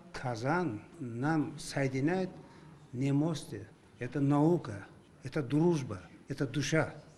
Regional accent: Termez, Surxondaryo Region, Uzbekistan; Russian is a second language; Мы приехали сюда из Узбекистана, самой южной части город Термеза, Термезского государственного университета. Мой город рядом Афганистана. Нам разделяет только одна река, Амударья.

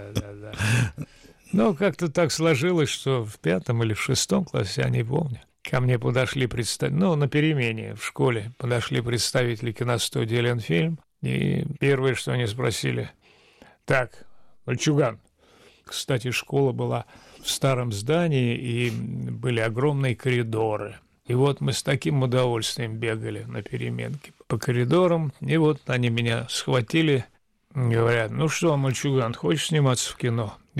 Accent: Saint Petersburg, Russia; Да, я жил в Ленинграде, родился в Ленинграде. Теперь это Санкт-Петербург. Но так как у меня в паспорте написано место рождения Ленинград, я все время говорю, что нет, я ленинградец, а не санкт-петербуржец.

